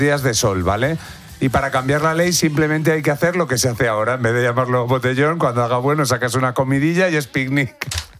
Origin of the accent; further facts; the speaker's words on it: Spain; tú, como españoles que somos, si vemos una cola nos ponemos por si hay trinque